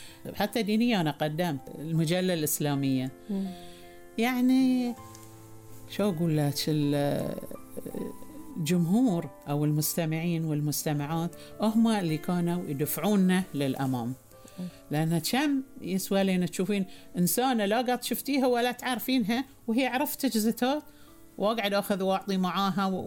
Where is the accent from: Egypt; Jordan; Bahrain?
Bahrain; تقول لها من ذا قالت هذه … أول مذيعة عندنا في البحرين